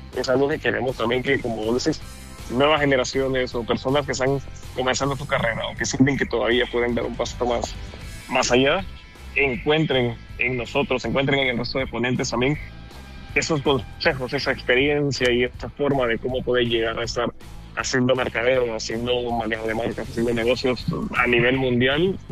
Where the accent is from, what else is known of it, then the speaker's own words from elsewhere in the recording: El Salvador; moved away; Yo me recuerdo cuando recién salí de El Salvador